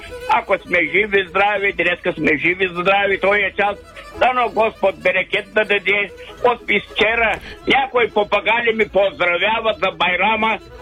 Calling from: Dulovo, Silistra Province, Bulgaria; съм от Дулово.

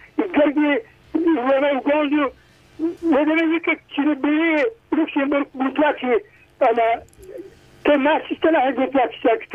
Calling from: Plovdiv, Plovdiv Province, Bulgaria; Добър вечер, Пловдив … Ние като българи

